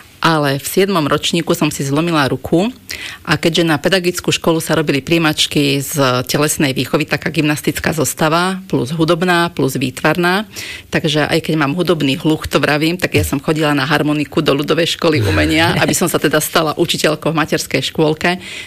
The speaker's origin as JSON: {"language": "Slovak", "region": "Banská Bystrica Region", "country": "Slovakia", "said": "pochádzam z Horehronia. Tam bola v podstate veľká nezamestnanosť, všetky podniky boli pozatvárané"}